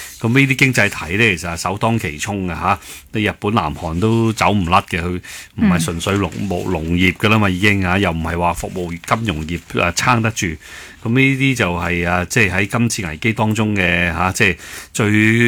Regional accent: Hong Kong; 我哋香港人

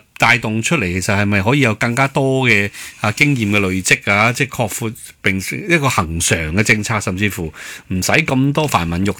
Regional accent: Hong Kong; 我哋香港人

